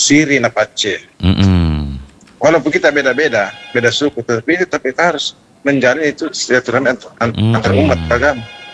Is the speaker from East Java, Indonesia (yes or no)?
no; South Sulawesi, Indonesia; kita orang Bugis